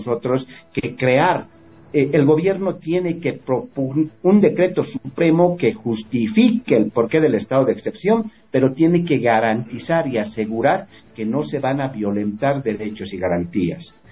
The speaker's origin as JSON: {"language": "Spanish", "region": "Oruro", "country": "Bolivia", "said": "yo soy de Oruro"}